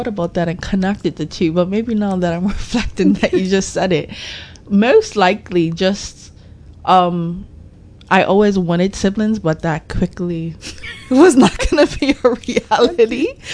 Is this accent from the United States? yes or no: no; Hamilton Parish, Bermuda; But growing up in Shelly Bay area, it's a stables actually right around the corner from my house.